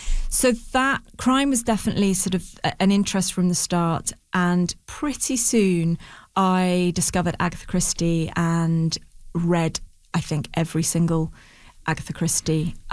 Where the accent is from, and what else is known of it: United Kingdom